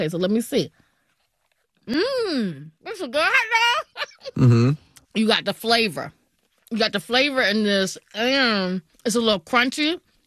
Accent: North Carolina, United States; Okay, so for my hot dogs, I'm from North Carolina.

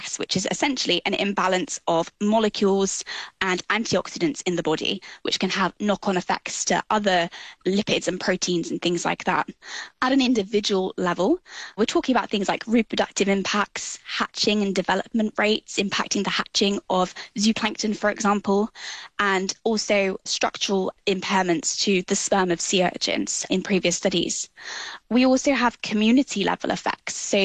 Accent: South West England, United Kingdom; I grew up in Devon in the UK, and as such, I've spent obviously a lot of time in and around the ocean.

